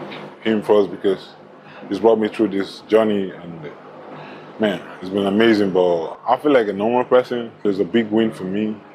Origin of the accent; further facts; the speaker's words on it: Benue, Nigeria; I'm from Benue State, Nigeria.